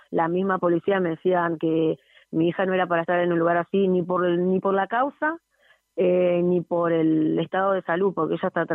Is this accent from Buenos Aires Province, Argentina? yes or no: yes; General Pacheco, Buenos Aires Province, Argentina; nosotros somos de acá de Pacheco